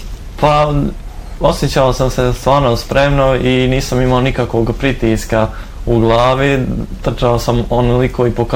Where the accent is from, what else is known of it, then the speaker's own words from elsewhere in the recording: Kalesija, Federation of Bosnia and Herzegovina, Bosnia & Herzegovina; Ja dolazim iz Kalesije, svako jutro putujem autom na jedan trening